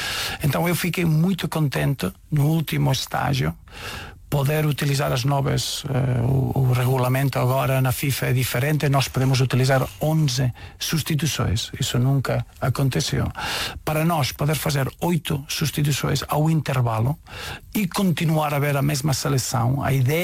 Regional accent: Catalonia, Spain; born there; Portuguese is a second language; Eu acho que não, porque sou espanhol, porque nasci em Catalunha, mas também estou a minha esposa é britânica

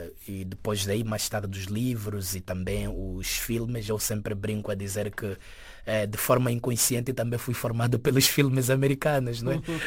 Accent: Nampula, Mozambique; first language Portuguese and Emakhuwa; moved away as an adult; also born or lived in Cuamba / Memba; now in Coimbra, Portugal; Eu cresci em Nampula, nasci e cresci em Nampula, mas também vivi um tempo em Kwamba e um tempo em Memba. Kwamba é a segunda cidade, né, da província do Niassa.

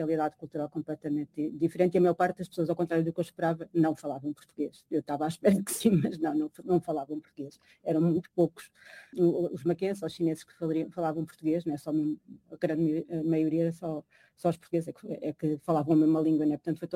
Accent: Macau; born or raised there

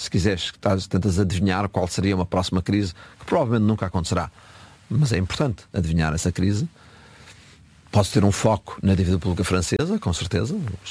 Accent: Portugal

